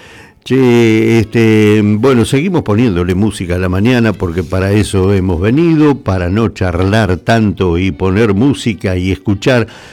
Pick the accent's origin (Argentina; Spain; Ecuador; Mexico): Argentina; Entre Ríos; Los musiqueros entrerrianos y soy de Entre Ríos